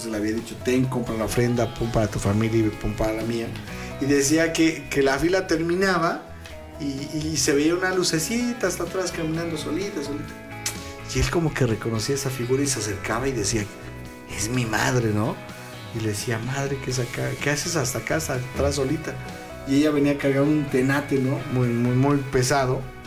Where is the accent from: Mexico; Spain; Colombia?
Mexico; así somos los mexicanos